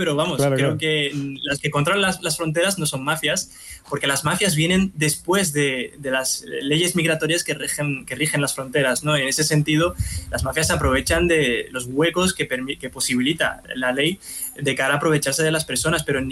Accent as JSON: {"language": "Spanish", "region": "Ceuta", "country": "Spain", "said": "aquí yo como ceutí hago ese análisis, ¿no?, porque yo también soy de Ceuta, yo también comparto el sentimiento y las emociones de muchos y muchas ceutíes, porque soy de esta tierra"}